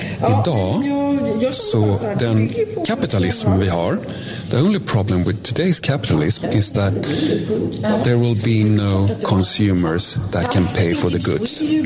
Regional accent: Sweden; Jag är uppvuxen i Sverige på 70-talet, 80-talet, 90-talet.

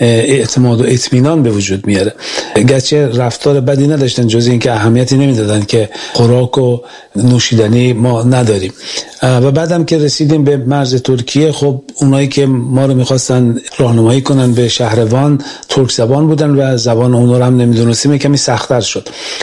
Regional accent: Semirom, Isfahan, Iran; من زاده سمیروم هستم، در میان کوهای زاگرس بزرگ شدم

